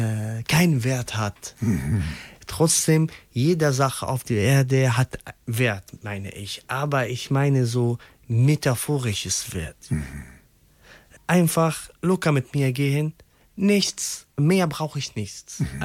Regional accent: Syria; German is a second language; moved away as an adult; now in Germany; Ich oder die anderen Syrer, andere Menschen, die aus Syrien gekommen sind, einfach Mensch.

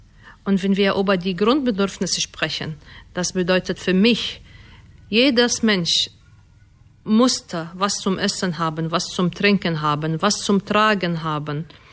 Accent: Egypt; German is a second language; now in Germany; ich komme aus Ägypten

